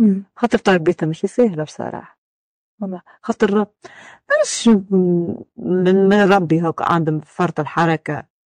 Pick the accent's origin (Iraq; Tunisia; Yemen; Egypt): Tunisia; احنا مجتمع تونسي ومجتمع